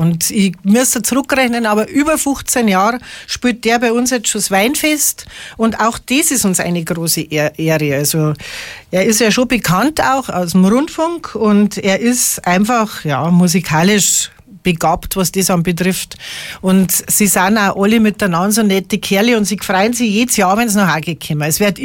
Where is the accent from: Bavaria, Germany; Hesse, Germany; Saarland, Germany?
Bavaria, Germany; Mittenwald; born there; ich bin geboren in Mittenwald, jetzt genau vor 60 Jahren, weil heuer wäre ich 60. Und ich habe heute noch eine sehr große Verbindung zu Mittenwald